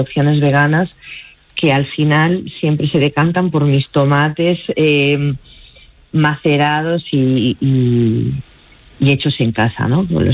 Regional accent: Galicia, Spain; Yo soy gallega, he estado 5 años fuera en Madrid, pero el resto de mi vida la he vivido en Galicia

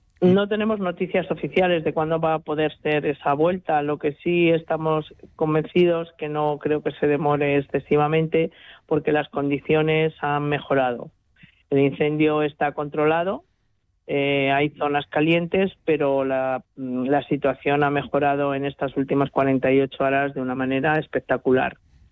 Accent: Casillas, Spain; Yo estoy en Casillas, yo no he abandonado mi pueblo.

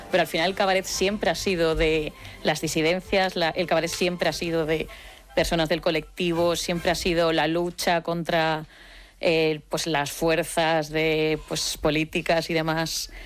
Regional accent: Vigo, Galicia, Spain; yo soy de Vigo, cuando vuelvo a Vigo, sí que noto, pues otra vez

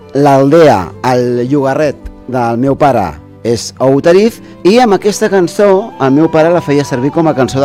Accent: Ribeira de Piquín, Galicia, Spain; Jo sóc del Concello de Ribeira de Pequín, de Lugo.

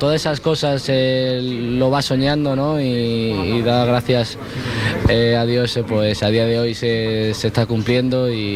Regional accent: Extremadura, Spain; born or raised there

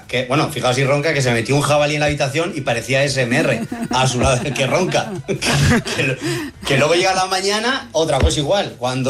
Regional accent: La Roda, Castilla-La Mancha, Spain; Con los de Ciudad Real, bien, hombre, somos paisanos, castellano manchegos

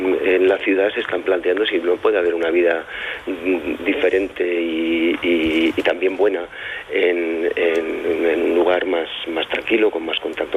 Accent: Berlanga de Duero, Castile and León, Spain; Berlanga del Duero con una densidad de población de 800 habitantes, sí. pues sí que realicé la ESO en mi pueblo, luego tuve que ir a Burgo de Osma, un pueblo más grande

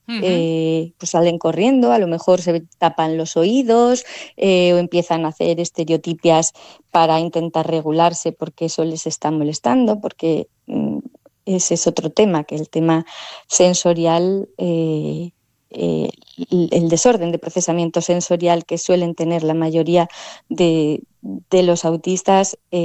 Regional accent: Oviedo, Asturias, Spain; now in Luarca, Spain; yo soy de Oviedo. Llevo aquí desde el 2018 por circunstancias personales.

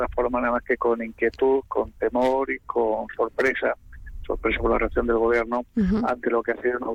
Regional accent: Ceuta, Spain; moved away; also born or lived in Melilla; yo tengo una relación primero de nacimiento en la ciudad de Ceuta, yo soy natural de Ceuta, y luego viví muchos años en Melilla y durante 8 años fui presidente de la ciudad autónoma de Melilla.

